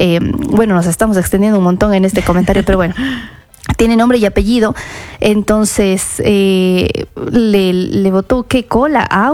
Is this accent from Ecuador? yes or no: yes; Ecuador; Como ecuatorianos nos sentíamos